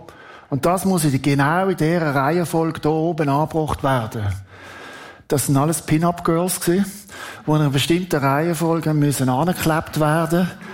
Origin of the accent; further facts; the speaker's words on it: Basel, Basel-Stadt, Switzerland; ich bin in Basel aufgewachsen. Dort sind die grossen Rockshows im Jockeli-Stadion, oder?